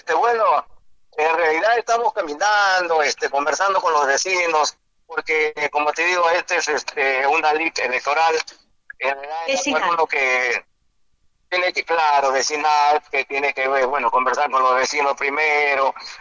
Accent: Túcume, Lambayeque, Peru; now in Mochumí, Peru; Que como paisano, como tucumano

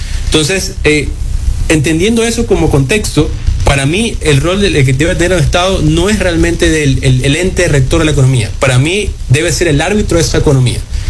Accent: Ecuador

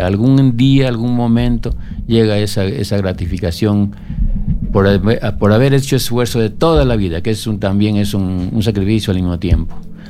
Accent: Spain; moved away as an adult; Vine yo de España recién graduado y recién casado

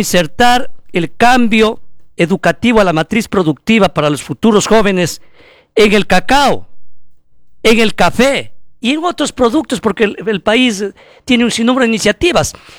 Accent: Ecuador; Porque nosotros como ecuatorianos y la parte de la región sur y ya en el país somos productores de minerales.

